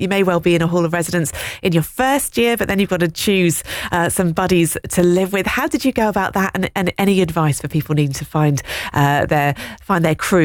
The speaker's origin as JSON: {"language": "English", "region": "South East England", "country": "United Kingdom", "said": "from Kent, I'm studying English."}